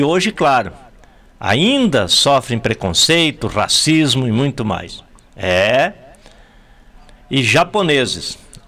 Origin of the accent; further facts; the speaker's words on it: Rio Grande do Sul, Brazil; Não saí do Rio Grande